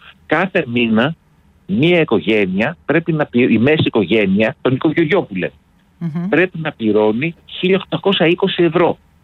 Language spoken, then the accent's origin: Greek; Patras, Western Greece, Greece; now in Athens, Greece; Εδώ. Πάτρα.